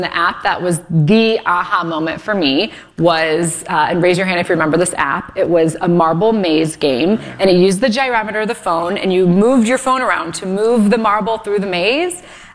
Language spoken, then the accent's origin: English; Solon, Ohio, United States; moved away; I was born and raised in Solon, Ohio, spent 13 years in the Solon School District